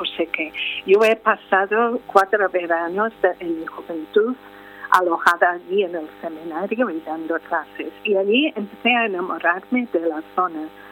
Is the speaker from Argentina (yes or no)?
no; Ireland; Spanish is a second language; moved away as an adult; also born or lived in Dublin; now in Madrid, Spain; ¿Verdad que el acento me delata, no? Pues yo soy de Irlanda, soy irlandesa, pero afincada en Madrid desde hace 40 años y también pues residente temporal, cada vez más residente aquí en Nogales, en Alfoz de Lloredo, pero soy irlandesa.